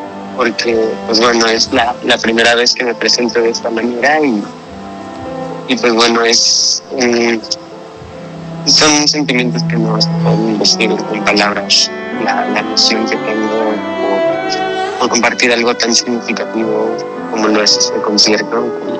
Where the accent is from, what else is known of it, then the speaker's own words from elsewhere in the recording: Morelos, Mexico; Soy violonchelista de la ciudad del estado de Morelos.